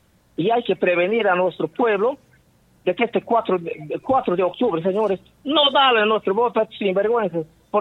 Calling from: La Banda de Shilcayo, San Martín, Peru; Soy un morador de La Banda, Chilicayo

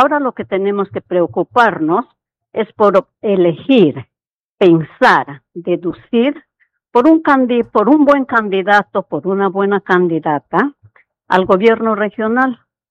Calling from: Peru

